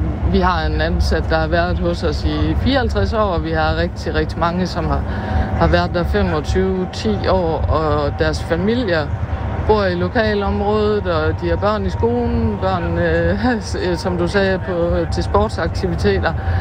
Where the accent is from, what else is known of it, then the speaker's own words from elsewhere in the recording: Skave, Central Denmark Region, Denmark; Det er også, vi kommer fra Skave, og vi er jo bare en del af mange, som lever af landbruget.